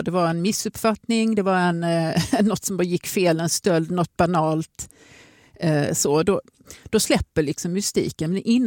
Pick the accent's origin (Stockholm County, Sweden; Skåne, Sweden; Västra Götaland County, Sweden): Skåne, Sweden; Lund; also born or lived in Österlen; Jag kommer från Lund från början, men vi var otroligt mycket på Österlen och nu idag har jag tagit över huset.